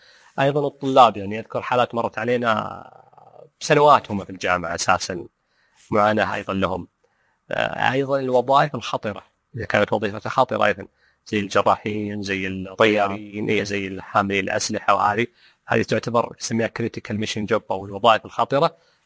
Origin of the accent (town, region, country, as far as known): Saudi Arabia